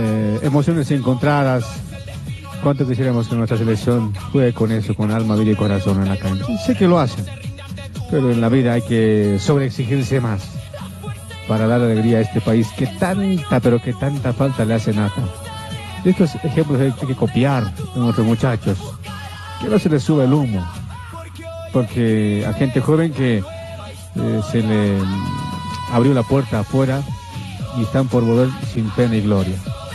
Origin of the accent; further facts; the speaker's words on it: Bolivia; uno también tiene una bronca como boliviano